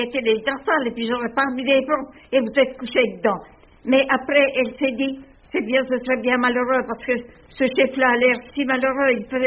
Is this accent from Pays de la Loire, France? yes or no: no; Dampierre-sur-Linotte, Bourgogne-Franche-Comté, France; born there; now in Nancy, France; Je suis née en 1861, en Haute-Saône, à Dampierre-sur-Linotte.